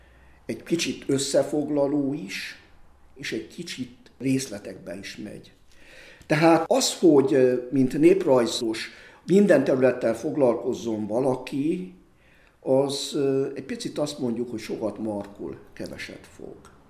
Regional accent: Székely Land, Romania; born or raised there

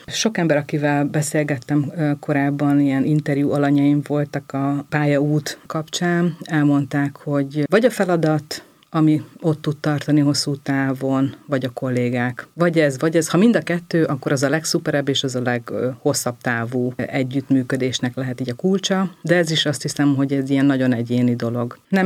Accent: Hungary; now in Budapest, Hungary; meg pláne, vidéki vagyok

